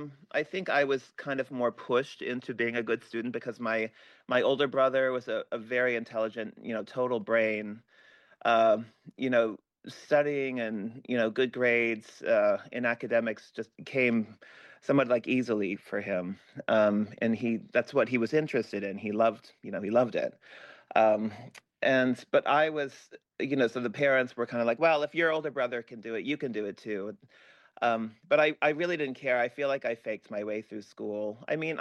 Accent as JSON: {"language": "English", "region": "Texas", "country": "United States", "tie": "born or raised there", "also_born_or_lived": "Idaho / Colorado", "said": "I went to public school, the American public school system, growing up in Texas and Idaho and Colorado."}